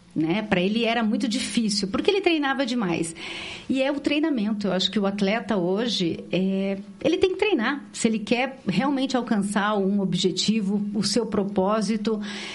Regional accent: Brazil; eu sou brasileira

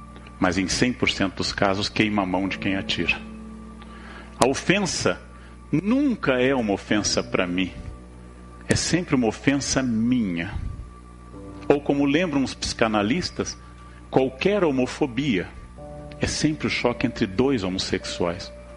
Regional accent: Rio Grande do Sul, Brazil; moved away; Devia ser alguém do meu estado. Esse tipo de sinceridade é muito gauchesca, né?

